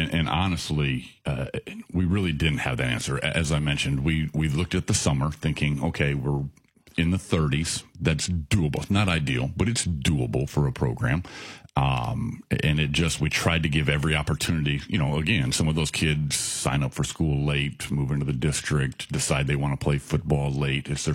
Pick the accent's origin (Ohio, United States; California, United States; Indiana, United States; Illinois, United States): Illinois, United States; Kewanee; also born or lived in Springfield, Illinois / Alabama; So I was born and raised here in Central Illinois. I'm born and raised in Kewaunee.